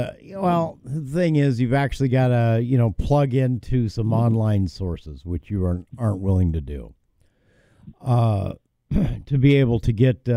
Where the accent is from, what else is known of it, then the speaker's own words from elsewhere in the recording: United States; you know, I'm an American.